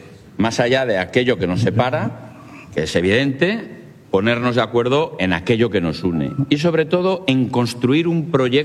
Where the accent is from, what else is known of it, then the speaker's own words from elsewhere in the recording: Salamanca, Castile and León, Spain; Yo soy salmantino.